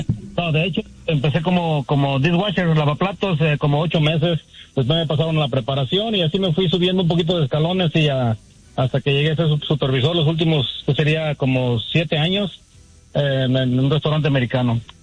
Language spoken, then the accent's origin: Spanish; Agualulco, San Luis Potosí, Mexico; now in United States; Así es, yo soy de un pueblito de San Luis Potosí que se llama Agualulco, San Luis Potosí.